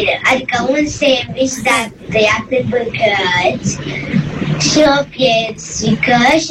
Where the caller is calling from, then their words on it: Bucharest, Romania; din București. Am 6 ani.